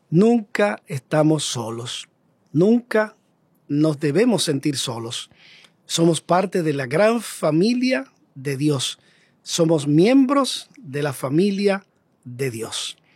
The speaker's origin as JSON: {"language": "Spanish", "country": "Dominican Republic", "tie": "born there", "said": "aun cuando nací en República Dominicana y me llamo a mí mismo dominriqueño"}